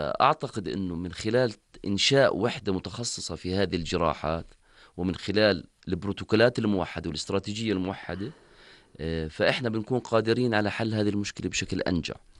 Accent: Jordan; المستخدمة عندنا في الأردن

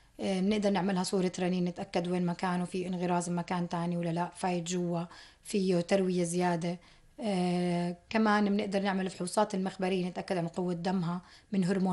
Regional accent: Jordan; عندنا في الأردن

